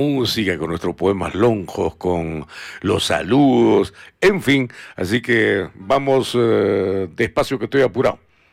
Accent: Arequipa, Peru; el mes aniversario de nuestra ciudad Arequipa.

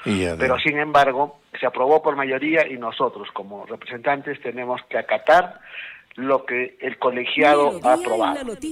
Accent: Arequipa, Peru; Yo soy acá de Arequipa, vivo acá, trabajo acá.

